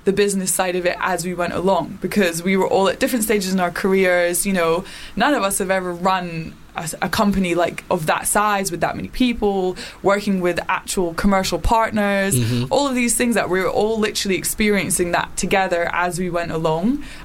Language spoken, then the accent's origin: English; Edinburgh, Scotland, United Kingdom; now in London, United Kingdom; I'm not from London, so I grew up in Edinburgh. Well, mm-hmm. I moved around a lot, but I went to high school in Edinburgh.